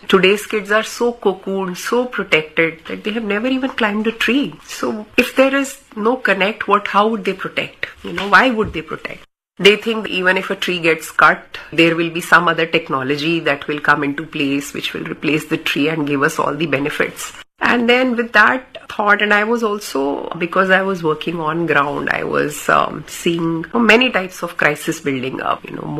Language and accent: English; Delhi, India; born or raised there